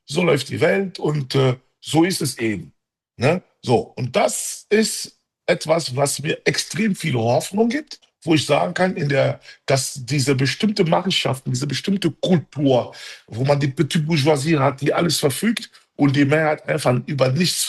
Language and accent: German; Germany; ich bin als Kongolese hier in Deutschland so groß geworden.